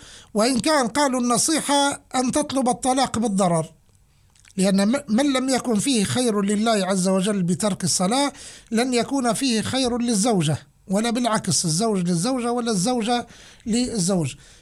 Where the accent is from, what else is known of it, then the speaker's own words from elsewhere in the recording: Libya; لك أني كليبي